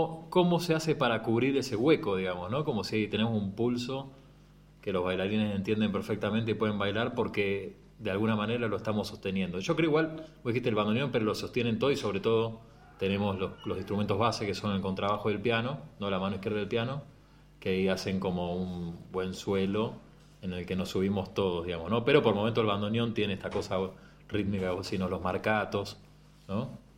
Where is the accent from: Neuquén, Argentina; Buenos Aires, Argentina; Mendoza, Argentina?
Buenos Aires, Argentina; now in San Luis, Argentina; yo soy de Buenos Aires, pero vivo en San Luis, ¿no? Viviendo en el interior, descubro que hubo muy buenos bandoneonistas en todos lados, ¿no?